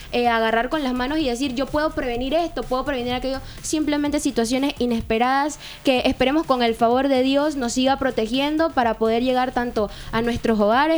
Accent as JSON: {"language": "Spanish", "country": "Panama", "said": "somos muchos los panameños que vamos en buses."}